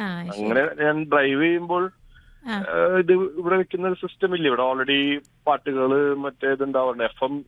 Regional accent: Mala, Kerala, India; എന്റെ സ്വദേശം മാളയാണ്.

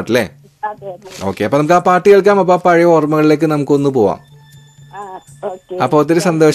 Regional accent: Kizhakkambalam, Kerala, India; born there; ഞാൻ കിഴക്കമ്പലം എന്നൊരു സ്ഥലത്ത് പഠിച്ചത്. അപ്പൊ അവിടെ ഒരു താമരശാൽ എന്ന് പറഞ്ഞ, കിഴക്കമ്പലം എന്ന് പറഞ്ഞ ഒരു സ്കൂളിലാണ് പഠിച്ചത്.

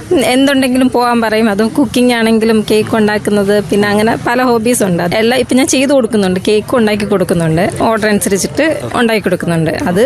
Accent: Vattappara, Kerala, India; ഞാൻ ഇവിടെ വട്ടപ്പാറയിലാണ്.

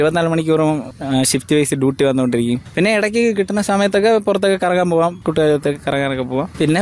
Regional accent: Neyyattinkara, Kerala, India; Nadu Neyyattinkara.

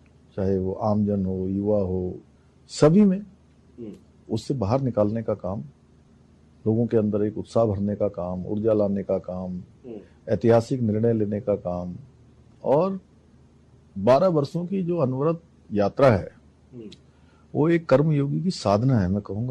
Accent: Uttarakhand, India; मैं उत्तराखंड में पैदा हुआ हूँ, बड़ा हुआ हूँ

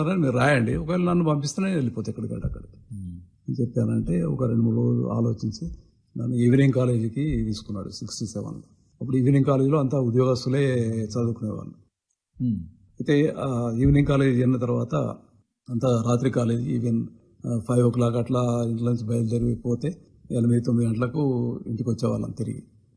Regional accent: Telangana, India; born there; moved away as an adult; అక్కడ మా ఊరేమో మహాముత్తాల, మధ్యలో కరీంనగర్.

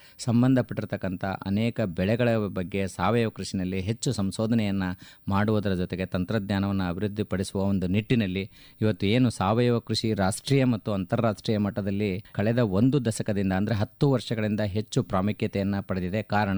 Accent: Karnataka, India; ನಮ್ಮ ಜಿಲ್ಲೆಯಲ್ಲಿ ಅಂದರೆ ನಮ್ಮ ರಾಜ್ಯದಲ್ಲಿ

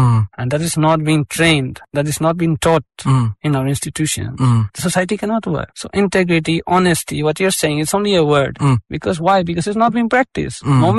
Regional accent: Spain; English is a second language; Just like I'm from Spain, we could have so many people here from so many countries

